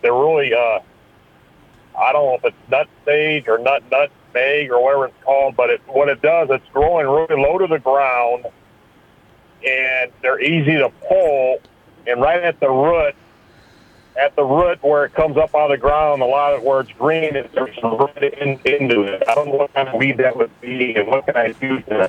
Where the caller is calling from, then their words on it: Sterling, Nebraska, United States; from Sterling.